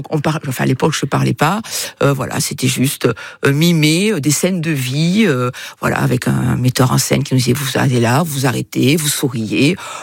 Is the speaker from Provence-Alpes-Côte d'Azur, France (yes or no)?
no; Nouvelle-Aquitaine, France; moi je viens des Landes, le pays du rugby